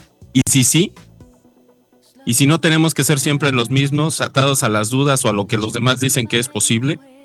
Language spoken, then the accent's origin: Spanish; Mexico City, Mexico; soy un músico de Ciudad de México.